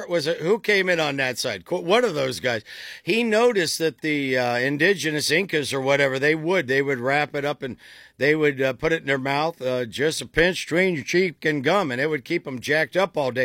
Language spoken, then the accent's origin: English; Dover, Ohio, United States; I'm from Dover, Ohio. And I'm staying at the Swiss Hotel.